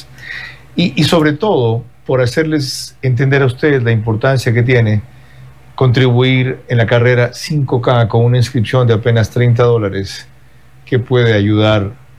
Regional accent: Manabí, Ecuador; en mi tierra, ahí, en Manabí.

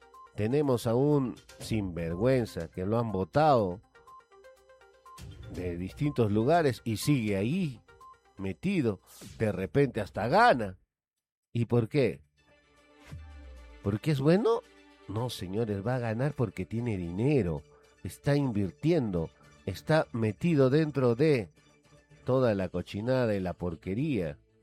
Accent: Huancayo, Junín, Peru

